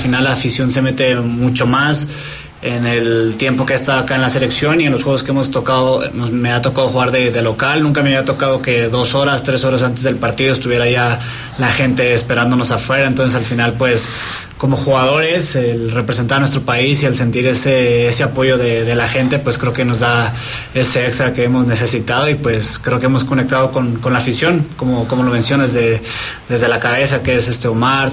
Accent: Mexico

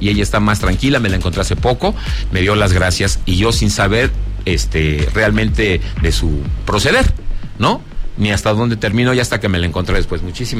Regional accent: Zacatecas, Mexico; aquí, en mi tierra Zacatecas

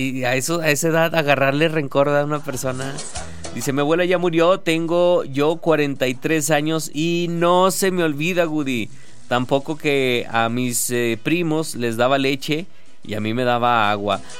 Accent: Calera, Zacatecas, Mexico; No soy de Toribio, soy de Calera.

